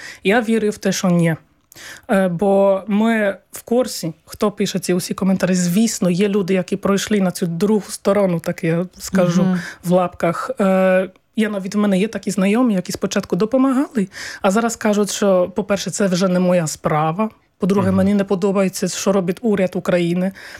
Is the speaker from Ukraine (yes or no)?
no; Poland; ми як поляки, хочемо довести, що ми ті самі люди, які прийняли мільйони українців на початку повномасштабної війни